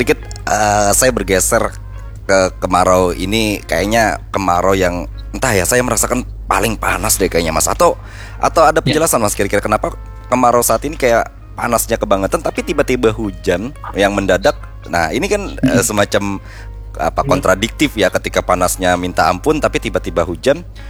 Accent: South Kalimantan, Indonesia; khususnya untuk kita sebagai warga Banua Kalimantan Selatan

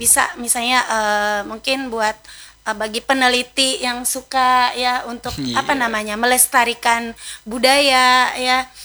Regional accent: Central Kalimantan, Indonesia; Kalau di tempat kampung saya, di tempat tertentu juga, di Kalteng juga Ibu. Tepatnya di Bartim, daerah Bartim juga masih ada, Hindu masih banyak.

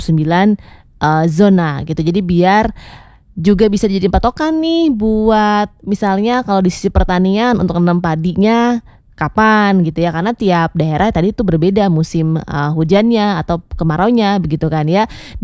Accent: Bogor, West Java, Indonesia; born there; now in Yogyakarta, Indonesia; di Bogor aja, kota kelahiran aku

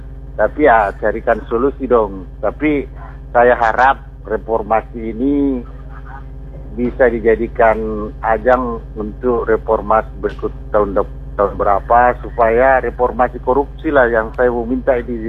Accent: Parepare, South Sulawesi, Indonesia; Kalau kita ini orang Parepare tidak ada masalah.

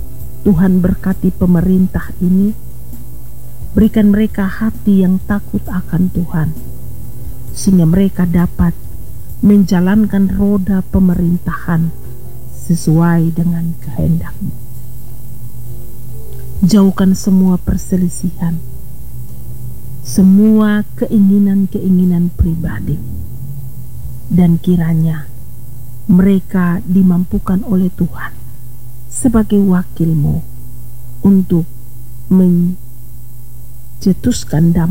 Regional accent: Alor, East Nusa Tenggara, Indonesia; kami orang Alor

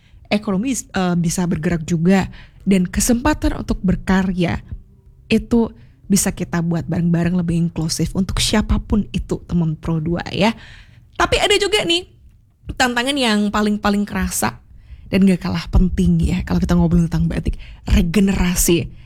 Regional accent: Bali, Indonesia; Tapi kamu kalau kita orang Bali yang ngomongnya cekrosoan dengang gitu ya.

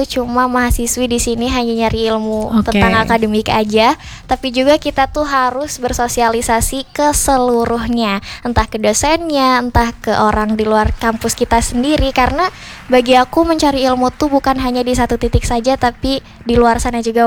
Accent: Central Java, Indonesia; now in Bandung, Indonesia; aku dari Jawa Tengah jauh-jauh ke Bandung.

